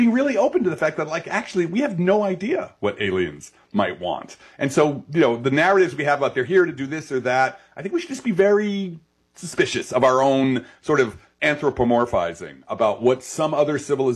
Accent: Belleville, New Jersey, United States

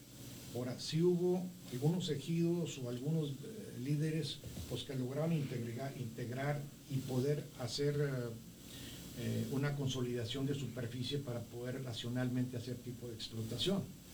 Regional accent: Mexico; como mexicanos, como país, cada quien en su parcela, tenemos que actuar.

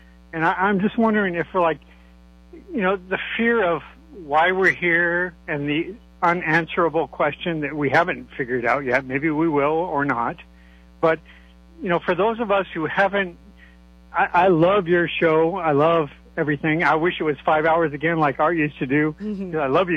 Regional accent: Sedona, Arizona, United States; And, well, I grew up in Sedona, Arizona.

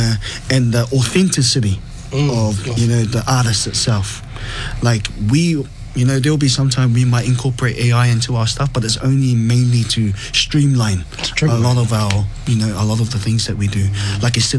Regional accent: Falealupo, Samoa; My dad, I'm also from Falisi Lalifanga as well. That's where my dad's from.

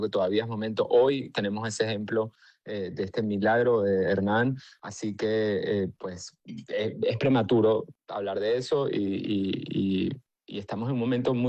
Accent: Venezuela; como un venezolano de 31 años

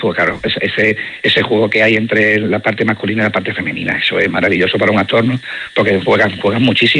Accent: Extremadura, Spain; somos extremeños, compañía extremeña, actores extremeños

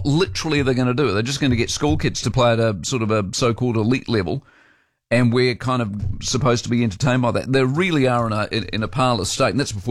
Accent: Christchurch, Canterbury, New Zealand; I'm from Christchurch. We all love Christchurch.

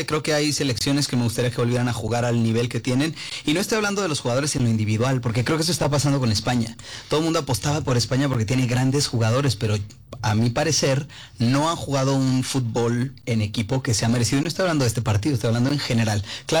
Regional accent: Mexico; Como mexicano, yo soy muy realista y muy sincero con mi país. Lo amo mucho, me encantaría que ganara muchos lugares

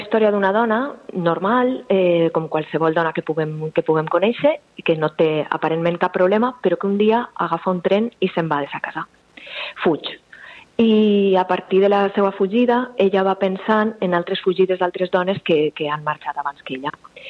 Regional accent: La Jana, Valencian Community, Spain; now in Valencia, Spain; soc de La Jana, que és un poble molt xicotet del Maestrat, dalt de tot del país, i ja fa quasi 20 anys que visc a València

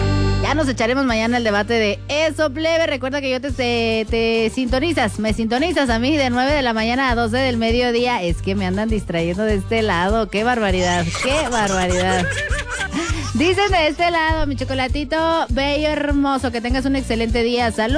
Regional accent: San Juan del Río, Querétaro, Mexico; Soy de San Juan del Río, plebes. De allá vengo.

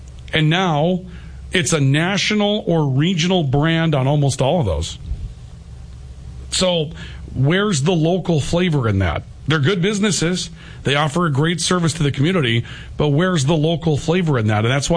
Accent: Valley City, North Dakota, United States; I remember growing up in Valley City and we didn't have any fast food restaurants.

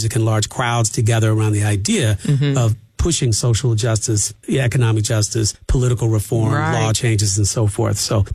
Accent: Oberlin, Ohio, United States; I was raised in Ohio. I was raised in a small town called Oberlin, Ohio.

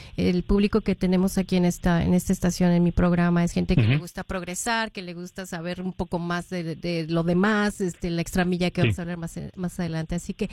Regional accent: Mexico City, Mexico; porque yo soy de la Ciudad de México, bueno, y también a veces me gustan, sí, las malas palabras.

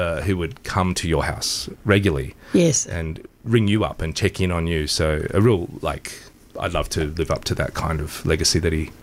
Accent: Melbourne, Victoria, Australia; No, I grew up in Baldwin, just over the road.

